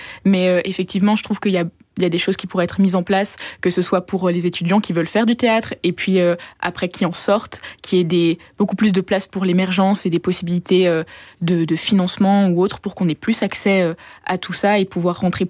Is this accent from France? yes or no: no; La Louvière, Wallonia, Belgium; parce que je viens de la Louvière, et à la Louvière, on n'a pas toutes les opportunités, par exemple, qu'on a à la capitale pour ne serait-ce que faire du théâtre.